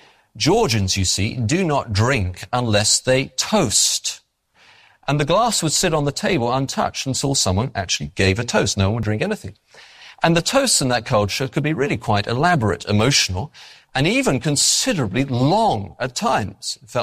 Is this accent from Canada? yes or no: no; England, United Kingdom; I am an English Baptist. I'm going to tell you this story so you understand where I'm coming from in terms of my culture.